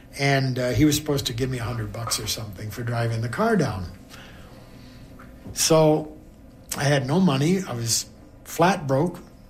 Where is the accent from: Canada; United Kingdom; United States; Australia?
Canada; moved away as an adult; a white boy from Canada